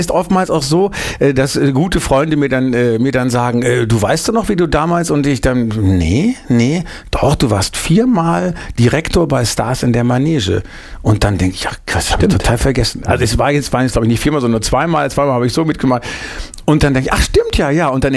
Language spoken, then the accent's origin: German; Bielefeld, North Rhine-Westphalia, Germany; Dann haben wir eine freie Gruppe gegründet in Bielefeld, damals noch meine Heimatstadt, Ende der 70er.